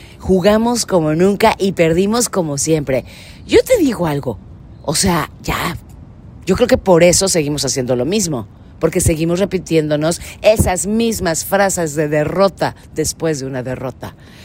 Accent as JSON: {"language": "Spanish", "country": "Mexico", "said": "Y yo sí me creo que somos mexicanos y que somos bien fregones."}